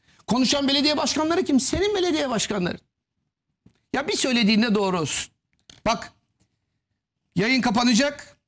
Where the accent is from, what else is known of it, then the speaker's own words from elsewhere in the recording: Ankara, Turkey; bir Ankaralı olarak söylüyorum bunu.